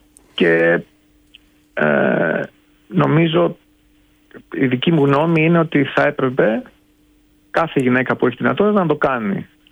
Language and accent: Greek; Greece; moved away as an adult; now in England, United Kingdom; θυμάμαι όλοι οι Άγγλοι ασθενείς, όταν τους έλεγα ότι είμαι από την Ελλάδα, μου λέγανε γιατί είσαι εδώ, έχεις τόσο ωραία χώρα